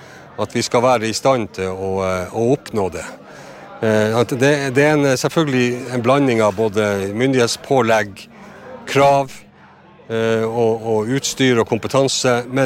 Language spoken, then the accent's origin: Norwegian; Kjøllefjord, Finnmark, Norway; jeg er jo født og oppvokst i Kjøllefjord i et fiskevær, og på godt og ondt sett hva fiskeriene betyr. Jeg har selv en far som var fisker, og jeg har sønner som nå er fiskere.